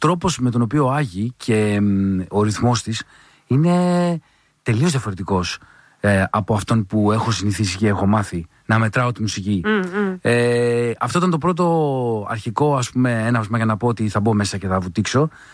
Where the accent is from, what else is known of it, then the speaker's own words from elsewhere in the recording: Drama, Eastern Macedonia and Thrace, Greece; Εγώ μεγάλωσα στη Δράμα